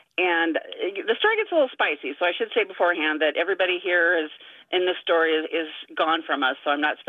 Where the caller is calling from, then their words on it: Crescent, Iowa, United States; Hi, this is … I'm calling from Crescent, Iowa.